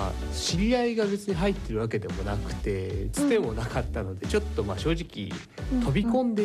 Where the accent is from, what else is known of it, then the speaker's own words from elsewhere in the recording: Tokyo, Japan; 東京です。